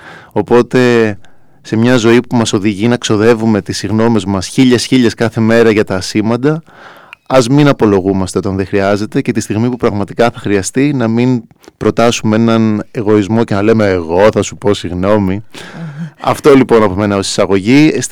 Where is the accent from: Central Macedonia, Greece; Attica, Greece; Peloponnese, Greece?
Attica, Greece; Athens; ως Αθηναίος